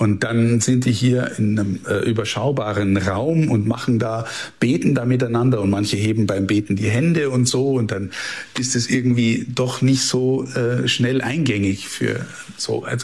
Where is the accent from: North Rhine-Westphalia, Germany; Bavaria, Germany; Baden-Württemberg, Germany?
Bavaria, Germany; Amberg; born there; now in Passau, Germany; ich bin in Amberg in der Oberpfalz geboren. Und wo bin ich geboren? Im Marienkrankenhaus. Und wo ist es? Unter dem Maria-Hilfberg in Amberg.